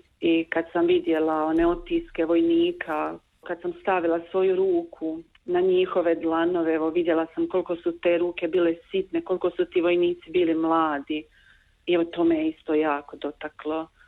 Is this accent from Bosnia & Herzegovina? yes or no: yes; Gorica-Sovići parish, Federation of Bosnia and Herzegovina, Bosnia & Herzegovina; dolazim iz Župe Gorica Sovići, u toj župi sam odrasla, tu sam se udala, podigla svoju obitelj.